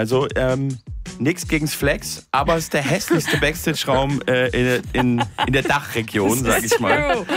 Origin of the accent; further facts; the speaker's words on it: Munich, Bavaria, Germany; Ich bin ja in München aufgewachsen